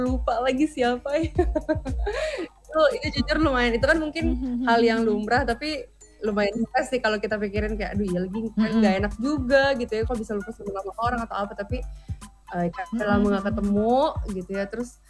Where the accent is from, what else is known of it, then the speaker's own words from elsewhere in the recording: Jakarta, Indonesia; Mamaku tuh orang Sukabumi, papaku tuh orang Jakarta, Bandung Purwakarta. Tapi memang aku tuh udah lahir besar di Jakarta dan keluargaku semuanya udah di Jakarta, jadi aku nggak pernah pulang kampung